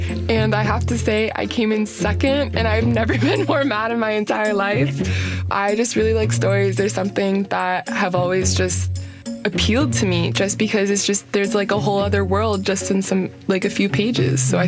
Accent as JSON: {"language": "English", "town": "Atlanta", "region": "Georgia", "country": "United States", "also_born_or_lived": "Fairfax, Virginia", "moved": "yes", "lives_now": "Boston, United States", "said": "I'm a junior at Boston University. I'm studying political science from Fairfax, Virginia, but I'm originally from Atlanta, Georgia."}